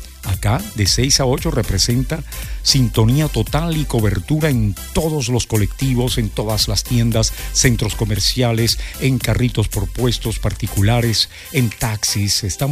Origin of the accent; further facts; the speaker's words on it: Maturín, Monagas, Venezuela; moved away as an adult; la vida me trajo nuevamente acá a mi ciudad natal.